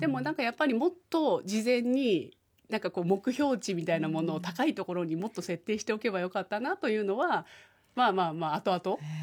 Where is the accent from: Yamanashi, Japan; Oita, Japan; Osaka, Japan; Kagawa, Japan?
Yamanashi, Japan; 地元山梨に残って